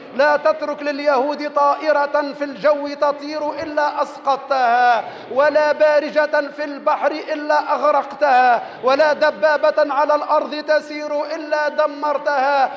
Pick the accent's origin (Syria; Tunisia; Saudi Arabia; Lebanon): Tunisia; نسألك اللهم أن تجعل بلدنا تونس أمنا وأمانا، سلما وسلاما وإسلاما، سخاء رخاء.